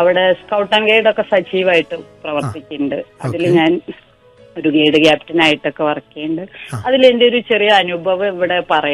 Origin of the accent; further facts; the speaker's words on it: Manjeri, Kerala, India; ഞാൻ മഞ്ചേരി തുറക്കൽ തന്നെയാണ്.